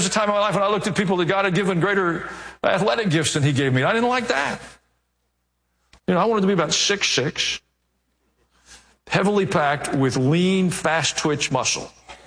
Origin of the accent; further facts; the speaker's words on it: Kansas City, Missouri, United States; born there; I was born in Kansas City, Missouri.